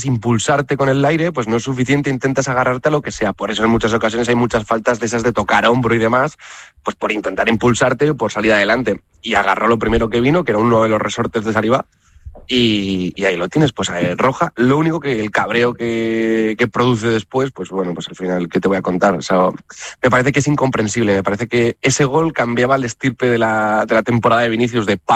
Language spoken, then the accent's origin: Spanish; Zaragoza, Aragon, Spain; soy de Zaragoza, yo tengo consistencia al frío, yo nací en el frío